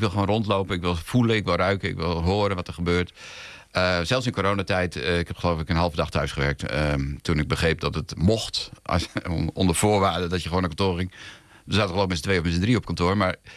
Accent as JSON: {"language": "Dutch", "region": "northern Netherlands", "country": "Netherlands", "said": "uit het noorden."}